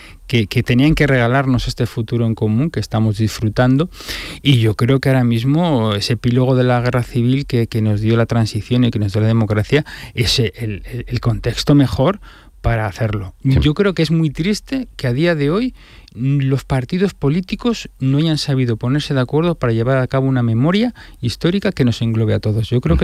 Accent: Andalusia, Spain; Que sí, yo soy escritor andaluz.

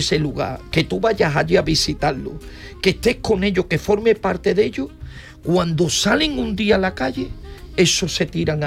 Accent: Andalusia, Spain; de una cultura maravillosa que el 90% digamos lo da nuestra tierra Andalucía.

